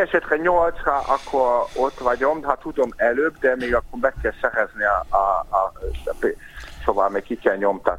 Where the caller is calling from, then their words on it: Hungary; Én magyar vagyok, de pontos vagyok, mint egy német ember.